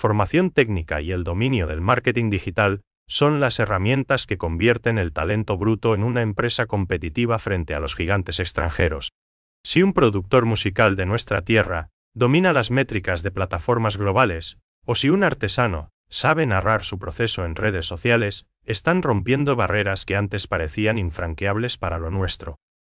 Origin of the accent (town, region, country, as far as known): Paraguay